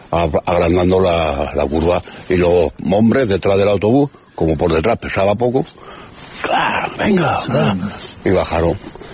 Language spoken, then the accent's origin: Spanish; Granada, Andalusia, Spain; born there; Yo vine de Granada, me trajeron de Granada. Y yo me he criado aquí.